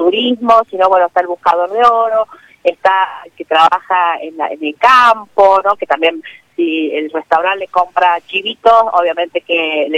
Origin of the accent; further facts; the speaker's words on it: La Carolina, San Luis, Argentina; yo soy de acá de Carolina, vivo en la Carolina, trabajo acá, tengo mis hijos que están acá